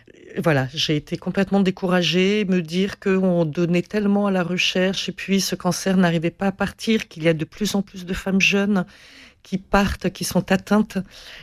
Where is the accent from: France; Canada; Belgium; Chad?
France; Paris, Île-de-France; now in Montpellier, France; Je suis parisienne, je connaissais cette course à pied.